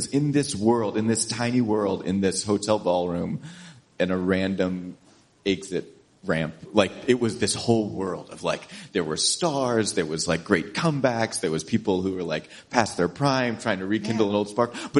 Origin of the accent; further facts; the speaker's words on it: Ithaca, New York, United States; also born or lived in Washington, D.C.; I grew up in Ithaca, New York. I spent 3 years in Washington, D.C., and I've spent, since then, I lived in New York since 2009.